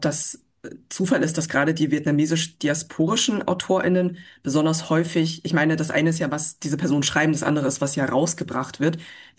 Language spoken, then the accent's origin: German; Munich, Bavaria, Germany; Ich bin zwar nicht in Niederbayern aufgewachsen, aber ich bin ja ursprünglich aus Südbayern, aus München.